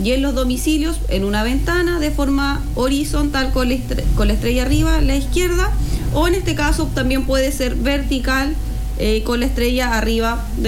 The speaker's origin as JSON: {"language": "Spanish", "country": "Chile", "said": "nosotros somos chilenos todos los días del año"}